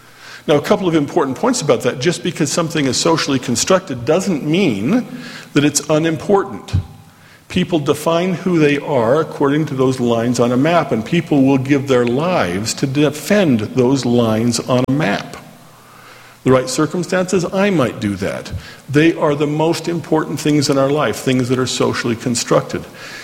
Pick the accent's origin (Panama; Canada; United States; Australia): United States; Orem, Utah; I grew up here in Orm, so I knew it was just a little bit south of there